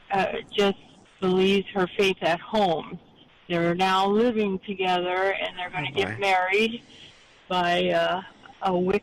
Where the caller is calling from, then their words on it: Nebraska, United States; I'm from Nebraska